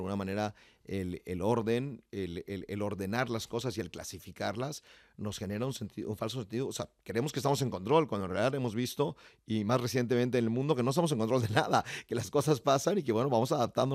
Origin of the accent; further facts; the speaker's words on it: Mexico; yo soy mexicano